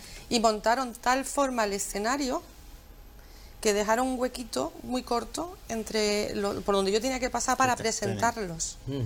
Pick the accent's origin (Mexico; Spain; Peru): Spain; San Fernando, Andalusia; somos de San Fernando.